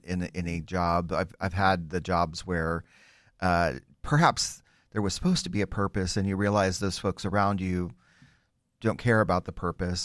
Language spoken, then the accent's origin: English; Winter Park, Florida, United States; born there